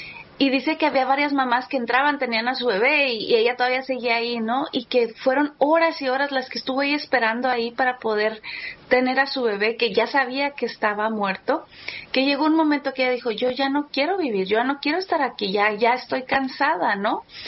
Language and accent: Spanish; Mexico City, Mexico; born there; aunque yo pues nací en la Ciudad de México